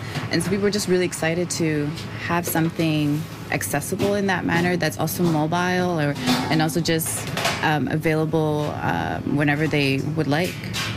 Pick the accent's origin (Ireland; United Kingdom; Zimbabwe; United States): Zimbabwe; moved away; I'm from Southern Africa, Zimbabwe. We don't have jollof rice in my country.